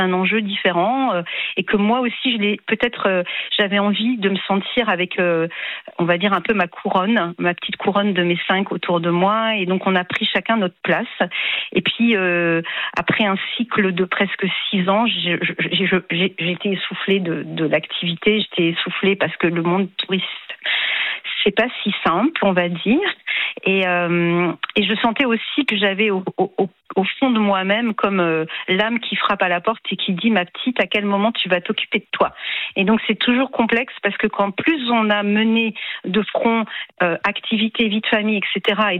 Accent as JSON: {"language": "French", "region": "Grand Est", "country": "France", "said": "Alors, je suis vraiment originaire d'Alsace"}